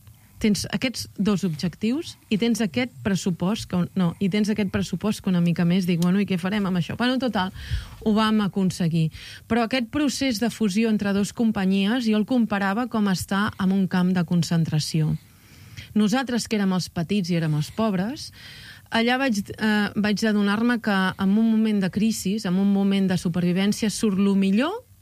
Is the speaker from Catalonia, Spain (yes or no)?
yes; Catalonia, Spain; also born or lived in Madrid; com jo sóc catalana i a més catalanista